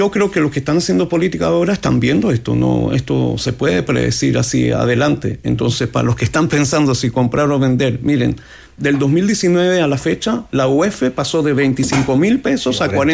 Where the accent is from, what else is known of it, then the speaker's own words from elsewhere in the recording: Chile; La ventaja que tenemos como chileno de tener la UEF es que el banco te puede prestar con tasas de 4,8 y a 25 años